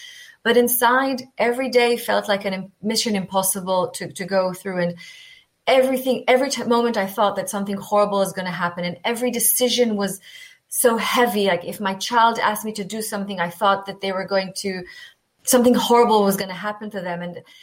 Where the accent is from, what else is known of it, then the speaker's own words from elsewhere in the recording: Tel Aviv, Tel Aviv District, Israel; moved away as an adult; now in United Kingdom; So I grew up in Israel, a Tel Aviv girl, very respectful of being, you know, Jewish, but not practicing anything because my identity was very clear to me. I was Jewish